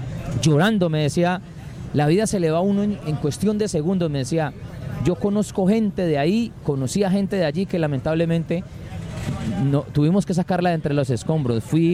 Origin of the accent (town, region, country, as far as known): Cali, Valle del Cauca, Colombia